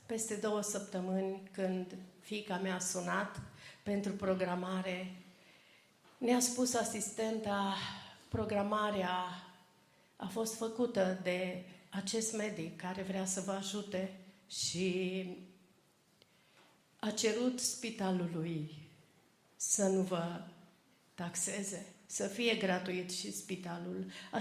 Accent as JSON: {"language": "Romanian", "country": "Romania", "said": "Eram oarecare din România pentru el."}